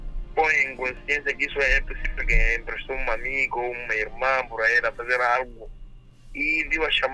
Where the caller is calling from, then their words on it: Nampula, Mozambique; já aconteceu comigo aqui na cidade. De Nampula? Sim.